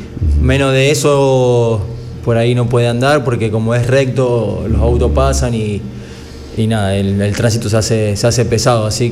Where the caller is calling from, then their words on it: Rosario, Santa Fe, Argentina; Estamos a 300 kilómetros por autopista de Buenos Aires.